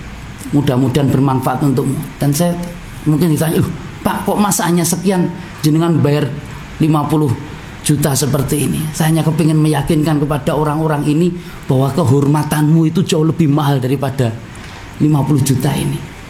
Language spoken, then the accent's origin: Indonesian; Papua, Indonesia; karena kebetulan saya ini orang Papua dan seterusnya